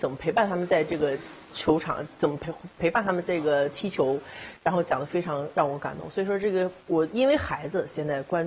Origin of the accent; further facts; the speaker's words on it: Jiangsu, China; now in Jinzhou, China; 然后呢，今年我们在做东北超的时候，我作为一个江苏人，在锦州开烧烤店，我想我一定要回馈家乡